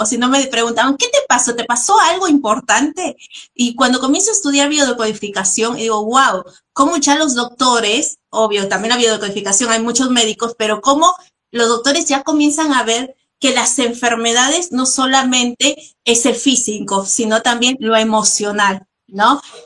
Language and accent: Spanish; Peru; yo soy de Perú, o sea, hay vecinitas, yo fui a Brasil también